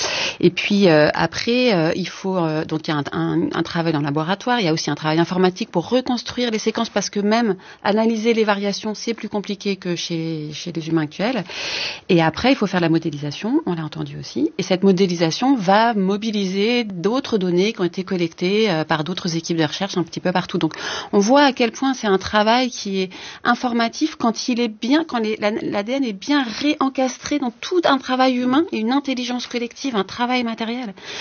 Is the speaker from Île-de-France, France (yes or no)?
yes; Paris, Île-de-France, France; born there; Donc, moi, je trouve que je suis née à Paris, donc je vais être étiquetée parisienne